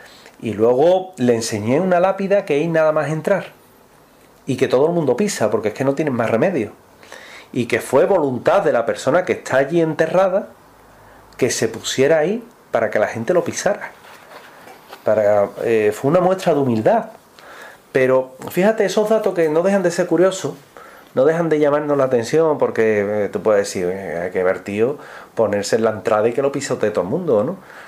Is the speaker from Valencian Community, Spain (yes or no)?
no; Seville, Andalusia, Spain